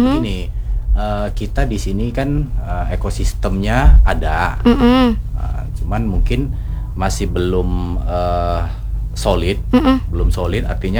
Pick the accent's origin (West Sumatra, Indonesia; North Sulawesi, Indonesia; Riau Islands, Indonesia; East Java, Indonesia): Riau Islands, Indonesia; kita nih orang Kepulauan Riau atau orang Melayu